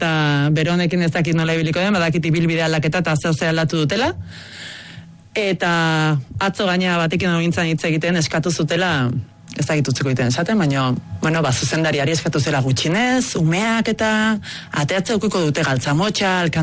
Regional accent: Ibarra, Basque Country, Spain; Ni Ibarrakoa naiz.

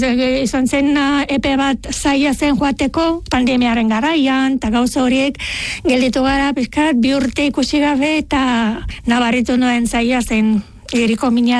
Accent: Stara Zagora, Stara Zagora Province, Bulgaria; moved away as an adult; now in Basque Country, Spain; Bulgariakoa naiz, nire iria... Justo Bulgarian erdian kokatuta dago, Staraz Zagora deitzen da, da bosgarren handiena, eta han bizi nintzen hogeita hamabost urte, ona etorri baino lehen

